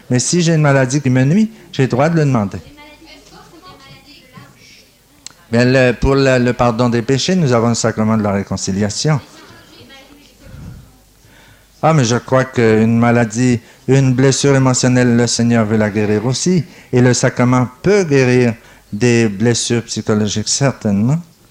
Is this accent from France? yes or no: no; Dominican Republic; au moins chez nous, en République dominicaine, j'étais très malade de tuberculose